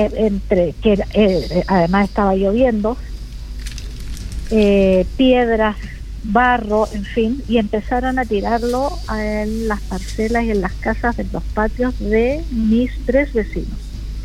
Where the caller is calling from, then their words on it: Coquimbo, Chile; yo soy vecina acá del Arrayán Costero, en el kilómetro 499-600 aproximadamente.